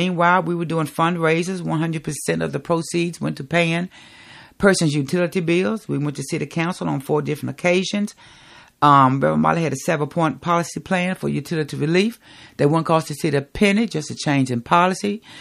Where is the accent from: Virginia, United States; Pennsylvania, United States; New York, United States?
Virginia, United States; Danville; I was raised in Cardinal Village. I graduated in 1984 from George Washington High School. We are the 1982 AAA State Football Champions.